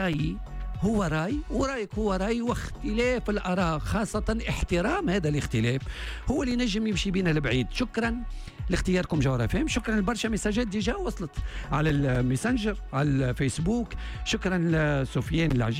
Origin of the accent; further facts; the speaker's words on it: Tunisia; التوانسة ولينا قاسين على بعضنا